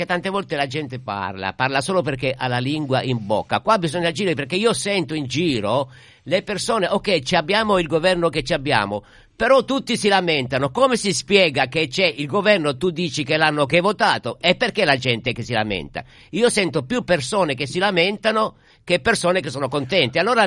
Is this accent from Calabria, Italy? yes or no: yes; Calabria, Italy; voi siete campani e io sono calabrese, però siamo tutti italiani.